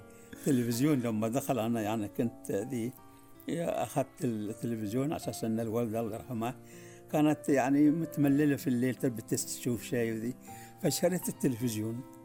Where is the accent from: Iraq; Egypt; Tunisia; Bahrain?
Bahrain; فكانوا يحبون لما يسمعوا صوت العرب والقاهرة وبعدين يعني دمشق يعني هذه الإذاعات اللي كانت يعني موجودة عندنا في البحرين.